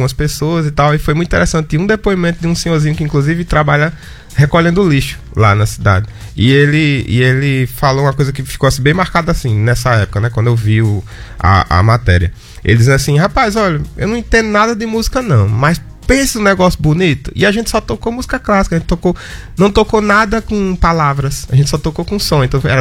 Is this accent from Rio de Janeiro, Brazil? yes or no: no; Grossos, Rio Grande do Norte, Brazil; Sou de Grossos. E aí, eu fiz em Grossos, na Câmara Municipal, fiz 3 concertos em Grossos.